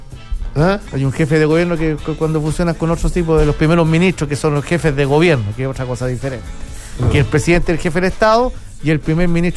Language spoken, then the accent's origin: Spanish; Chile